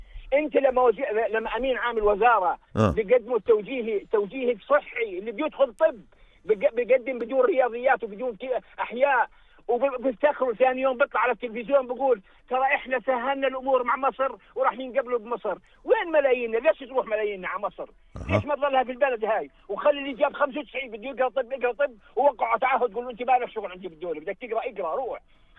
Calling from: Jordan; عندنا بالأردن

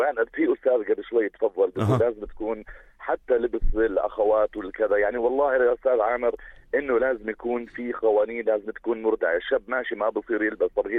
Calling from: Jordan; إحنا أردنيين بميزنا عاداتنا بميزنا تقاليدنا.

